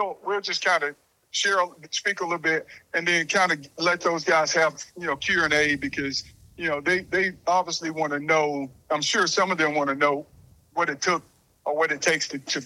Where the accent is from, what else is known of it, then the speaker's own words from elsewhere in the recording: Vidalia, Georgia, United States; I'm from Georgia. Place called Vidalia, yeah. Sweet Onions.